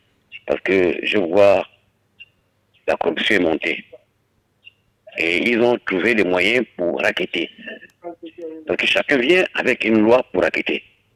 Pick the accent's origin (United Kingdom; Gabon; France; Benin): Gabon; born there; Je suis né au Gabon, à Mabou, je n'ai jamais voyagé.